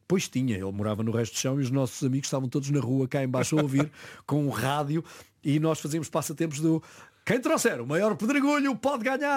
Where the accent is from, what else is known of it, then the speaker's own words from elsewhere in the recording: Amadora, Lisbon, Portugal; Nós somos da Amadora.